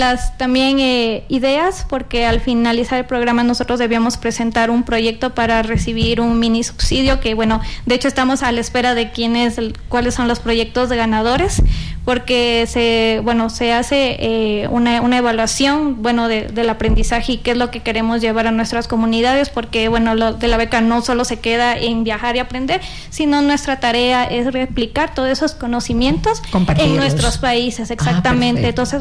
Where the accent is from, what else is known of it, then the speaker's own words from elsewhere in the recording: Ecuador; como ecuatorianos tenemos mucho talento